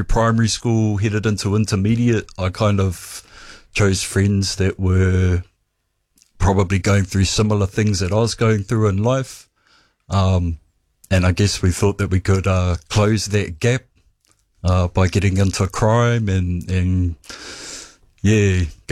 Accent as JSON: {"language": "English", "country": "New Zealand", "tie": "born or raised there", "moved": "yes", "lives_now": "Tokoroa, New Zealand", "said": "So I grew up at Maunganui."}